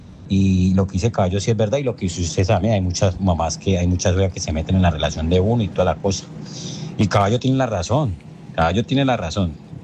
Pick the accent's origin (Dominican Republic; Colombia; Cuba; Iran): Colombia; Desafortunadamente pasó lo que pasó en mi país, en Colombia, pues.